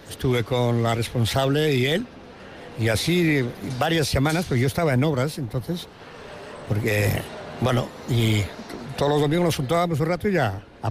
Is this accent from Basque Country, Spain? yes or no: yes; San Sebastián, Basque Country, Spain; Yo soy de Añorga